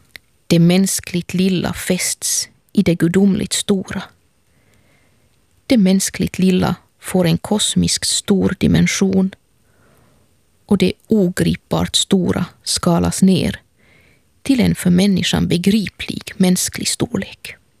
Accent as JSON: {"language": "Swedish", "town": "Helsinki", "region": "Uusimaa", "country": "Finland", "said": "och jag är från Helsingfors."}